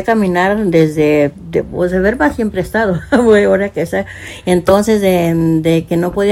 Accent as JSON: {"language": "Spanish", "town": "San Sebastián el Grande", "region": "Jalisco", "country": "Mexico", "said": "Vengo de San Sebastián el Grande."}